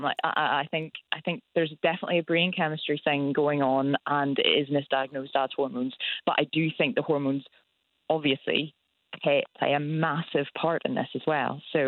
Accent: Belfast, Northern Ireland, United Kingdom; now in Aberdeenshire, United Kingdom; I grew up in Northern Ireland. I went to a good school in Belfast.

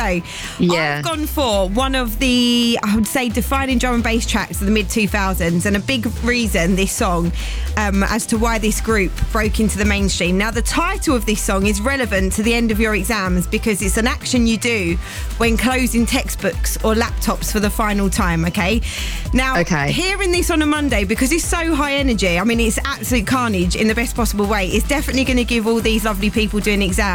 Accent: Essex, East of England, United Kingdom; I'm from Essex

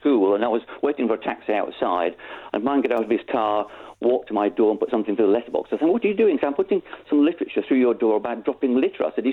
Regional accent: Yorkshire and the Humber, United Kingdom; One of the reasons why I would say I want to be proud of Britain, particularly Yorkshire, as I come from Yorkshire.

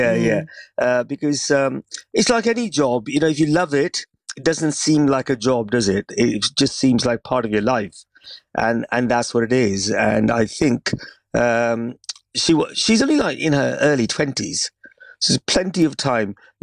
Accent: India; English is a second language; moved away; I come from India originally, where I used to play football, but my main games were hockey or cricket, and then table tennis later, but not so much of football, but I did play football.

